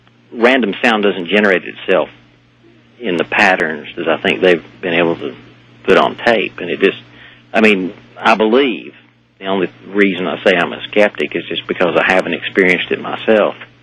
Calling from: Asheville, North Carolina, United States; I'm listening to your show, WWNC, in Asheville, North Carolina.

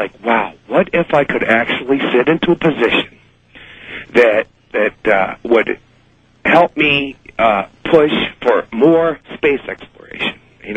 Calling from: New York, United States; Western New York.

